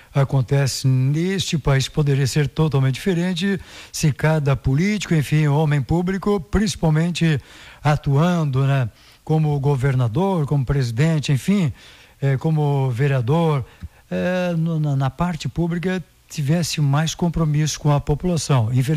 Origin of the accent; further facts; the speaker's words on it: Brazil; Nós somos brasileiros